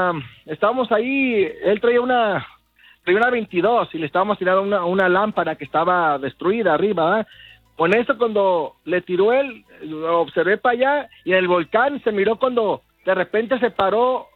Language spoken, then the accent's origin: Spanish; Tepame, Colima, Mexico; soy de Tepame, un saludo a la gente de Tepame, sí, que está escuchando la 101.9.